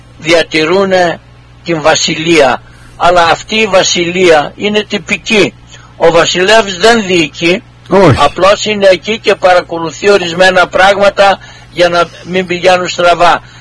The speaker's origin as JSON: {"language": "Greek", "region": "Macedonia", "country": "Greece", "tie": "born or raised there", "said": "την ιδιαίτερη πατρίδα μου, το όνομα της ιδιαίτερης πατρίδας μου"}